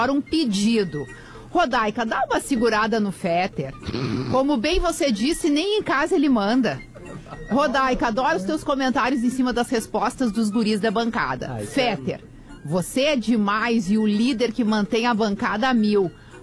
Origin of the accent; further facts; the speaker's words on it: Dom Pedrito, Rio Grande do Sul, Brazil; queria muito que tu dissesse que no dia 9, vai estar em Dom Pedrito, que é a minha cidade natal.